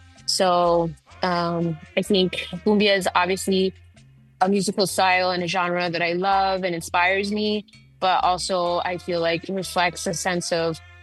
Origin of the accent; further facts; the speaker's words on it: Queens, New York, United States; And then back home in New York, where I grew up in Queens, and I grew up in an area called Elmhurst, Queens